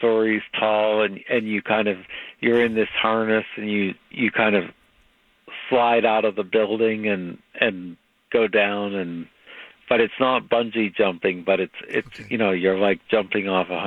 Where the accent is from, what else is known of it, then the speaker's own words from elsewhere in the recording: Westminster, Massachusetts, United States; I grew up in Westminster